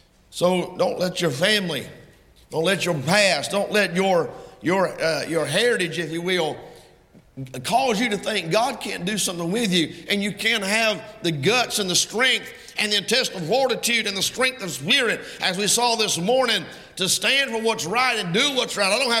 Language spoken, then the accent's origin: English; Waterloo, Georgia, United States; I was born and raised in Waterloo, Georgia. You can't hardly find it. It's only about a mile wide from one end to the other. I'm telling you, it's a hole in the road. Ain't nothing there.